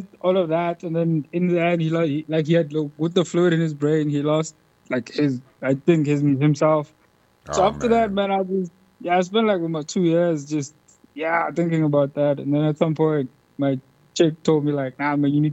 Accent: Tembisa, Gauteng, South Africa; I'm from Tembisa, dog.

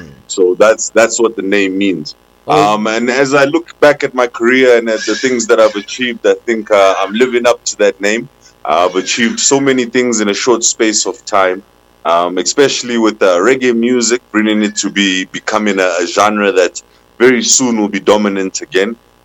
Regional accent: Kenya; And when we ask ourselves where we're from, it's about I'm from Kenya or whatever.

